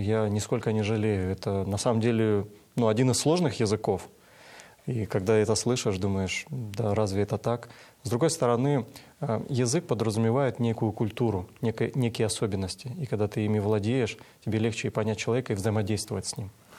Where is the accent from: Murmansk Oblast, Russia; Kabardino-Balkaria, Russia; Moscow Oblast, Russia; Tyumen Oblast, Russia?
Kabardino-Balkaria, Russia; Ну, во-первых, я вырос в Кабардино-Балкарии, в Малой Кабарде.